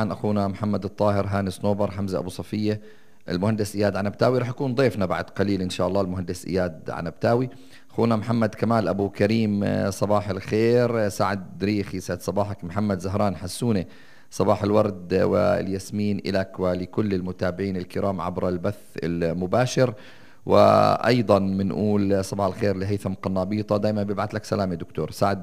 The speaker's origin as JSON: {"language": "Arabic", "country": "Palestine", "said": "إحنا كمنظومة كفلسطينيين"}